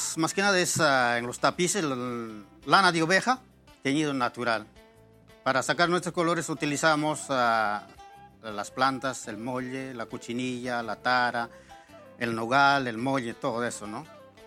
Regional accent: Ayacucho, Peru; Ayacucho. Yo desde niño, a los 16 años, me dedico a este arte, lo que es tejido centelar. Bueno, yo de mi pueblo salí a los 12 años. Después terminé mi primaria en un pueblito rancha.

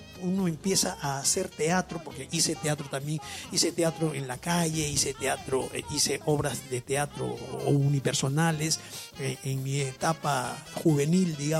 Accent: Piura, Peru; moved away; Lo que pasa es de que yo vengo de Piura en el año 81 y pues como todo provinciano, tímido, me gustaba cantar, me gustaba bailar. Ya venía de Piura siendo campeón nacional de marinera y de tondero en el Club Grau de Piura.

